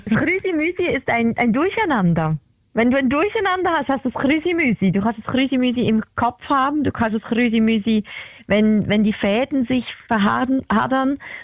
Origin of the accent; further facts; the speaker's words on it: Switzerland; Mein Lieblingsort ist und bleibt der Zürichsee.